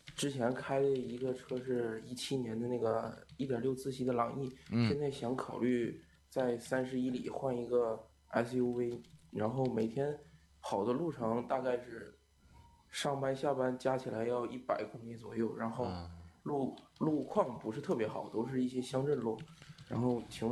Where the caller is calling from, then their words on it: Liaoning, China; 因为我这边在东北，在辽宁这边